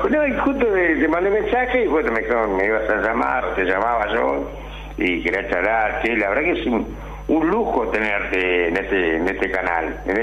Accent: Chaco, Argentina; accent: porteño; No, y por más que vos le viste, saqué el documento, mirá, la locución es cerca en Fontana, es loco, frente a Resistencia, ¿viste? Resistencia de la ciudad capital

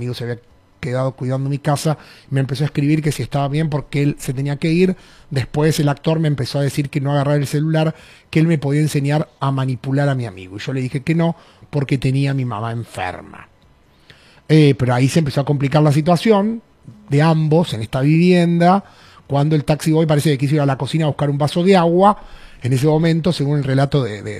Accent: Rafaela, Santa Fe, Argentina; Yo soy de Rafaela Santa Fe y él está viviendo en Legman.

